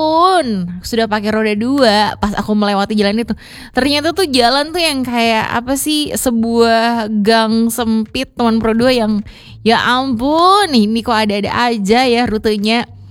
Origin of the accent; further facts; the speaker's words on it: Palembang, South Sumatra, Indonesia; walaupun kita tuh kayak lahir besar di Palembang